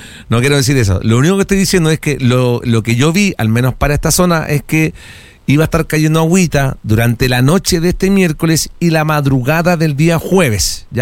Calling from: Valparaíso, Chile; de Valparaíso.

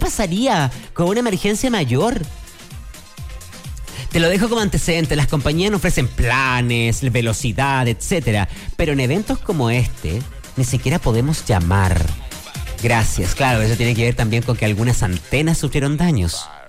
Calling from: La Cruz, Valparaíso, Chile; Yo soy de La Cruz. Desde ayer en la tarde estamos sin energía eléctrica.

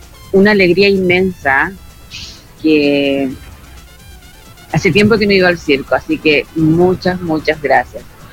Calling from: Quilpué, Valparaíso, Chile; de Quilpué

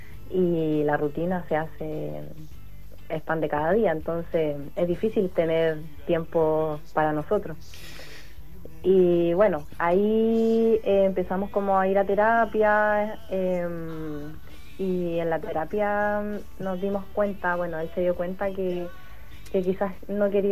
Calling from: south, Chile; Sí, soy del sur.

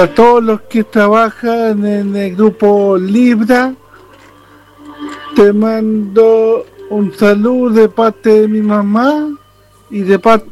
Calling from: Quillota, Valparaíso, Chile; de Quillota.

